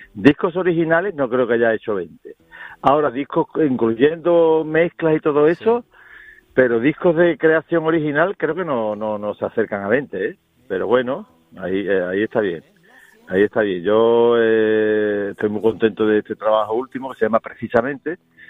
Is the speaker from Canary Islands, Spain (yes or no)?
no; Andalusia, Spain; Yo no me considero tan flamenco como andaluz